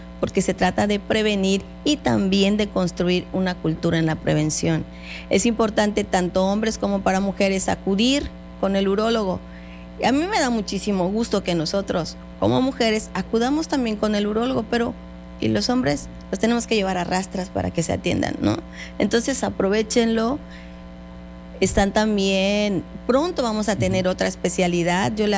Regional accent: Yucatán, Mexico; en el caso de los que somos yucatecos y orgullosamente yucatecos

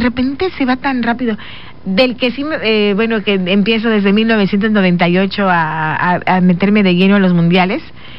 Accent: Mexico

